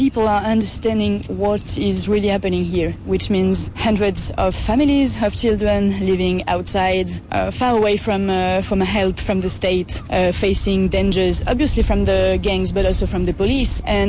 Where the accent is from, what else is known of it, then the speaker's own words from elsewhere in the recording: Afghanistan; Afghanistan.